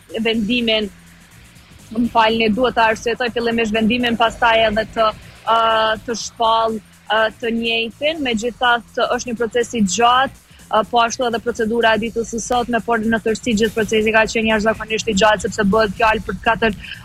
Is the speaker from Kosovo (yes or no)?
yes; Kosovo; nuk mund të pritet në sytë tanë si shqiptarë në Kosovës